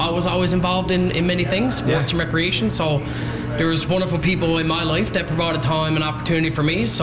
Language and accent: English; Lewisporte, Newfoundland and Labrador, Canada; I'm originally born and raised in Lewisport.